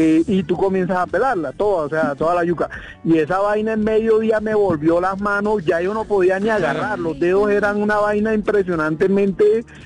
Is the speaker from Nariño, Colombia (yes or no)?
no; Bogotá, Colombia; also born or lived in Caribbean coast of Colombia; Un costeño criado en Bogotá.